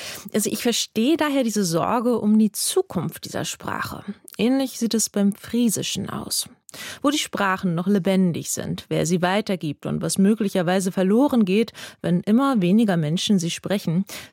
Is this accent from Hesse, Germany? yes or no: no; Hamburg, Germany; Ich bin als Hamburgerin nicht unbedingt mit Platt aufgewachsen